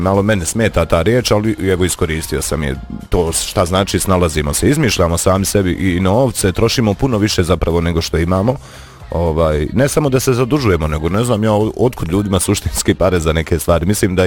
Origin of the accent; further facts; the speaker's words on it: Bosnia & Herzegovina; Kao Bosanci i Hercegovci, kao mi, potrošači, kao